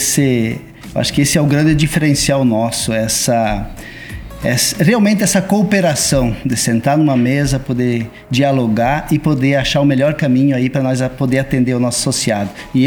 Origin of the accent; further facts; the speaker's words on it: Iraceminha, Santa Catarina, Brazil; Iraceminha, minha terra natal